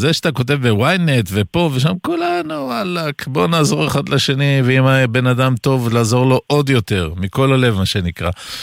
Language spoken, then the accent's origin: Hebrew; Sderot, Southern District, Israel; אני דרומי, אבל אני מרוקאי, אני מסדרות